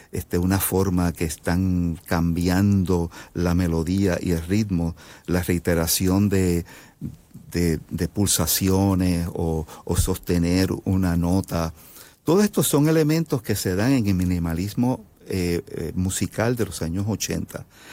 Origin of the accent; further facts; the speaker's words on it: Puerto Rico; Yo vengo de Puerto Rico, vengo del Caribe y hago justamente lo mismo, pero utilizando el ritmo de diferentes ritmos puertorriqueños o del Caribe.